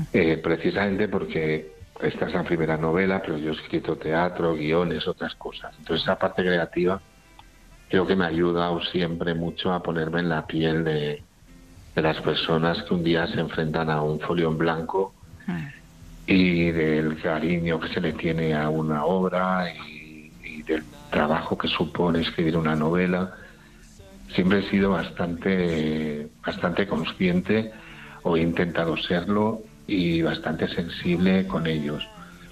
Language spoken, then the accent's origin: Spanish; Priego de Córdoba, Andalusia, Spain; moved away; voy a mi pueblo, voy a Priego de Córdoba